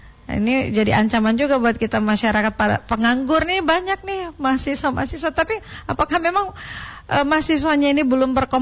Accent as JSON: {"language": "Indonesian", "region": "Gorontalo", "country": "Indonesia", "said": "kata Pak Kingdom bahwa kita orang Gorontalo SDM-nya mestinya disesuaikan juga dengan apa yang ada di kita ini."}